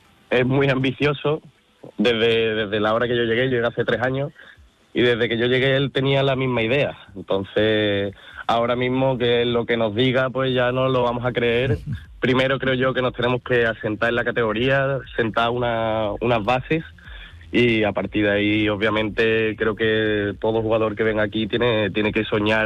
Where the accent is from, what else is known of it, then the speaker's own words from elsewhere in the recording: Seville, Andalusia, Spain; yo por ejemplo que soy de aquí, de Sevilla